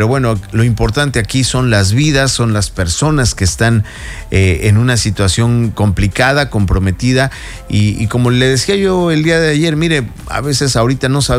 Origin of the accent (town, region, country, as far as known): Mexico